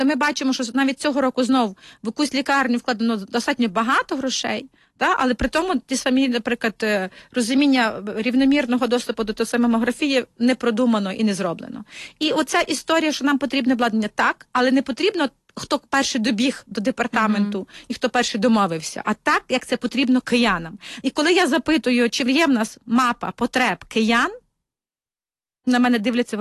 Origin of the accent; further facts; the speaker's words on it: Kyiv, Ukraine; Ми, як кияни, виділяємо кошти